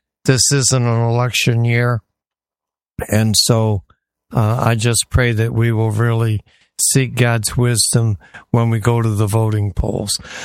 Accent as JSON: {"language": "English", "town": "Detroit", "region": "Michigan", "country": "United States", "tie": "born or raised there", "moved": "yes", "said": "When I grew up in Detroit, it was always the day after Labor Day."}